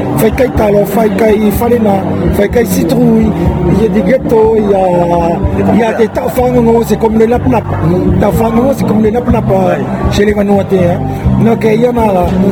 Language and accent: French; Wallis & Futuna; chez nous, à Wallis et Futuna, tout est utilisé.